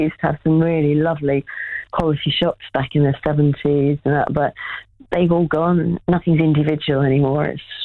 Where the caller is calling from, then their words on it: Sutton, London, United Kingdom; Yeah, we've managed to stay pretty rural. It's nothing like it was when my family first moved here, but I'm lucky I'm back onto a park.